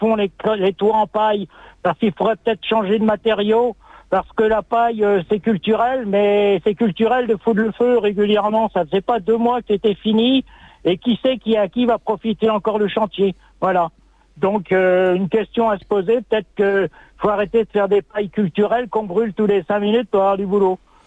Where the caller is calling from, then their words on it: Mont-Dore, South Province, New Caledonia; je suis à 100% pour Nina Julier, pour le couvre-feu, puisque je suis du Mont d'Or.